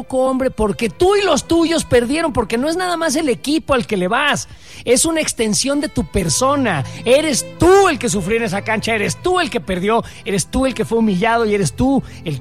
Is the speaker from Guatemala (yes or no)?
no; Mexico; Somos mexicanos y vamos como mexicanos a una cuestión que es, y no nos hagamos güey, es una sublimación de la guerra.